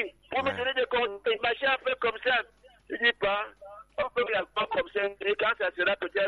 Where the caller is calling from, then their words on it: Cameroon; je suis Camerounais d'abord, Africain, avant d'être mondialiste.